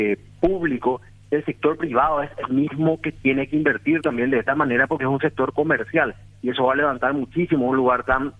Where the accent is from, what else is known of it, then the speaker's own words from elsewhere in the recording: Paraguay; para nosotros muchas veces como paraguayos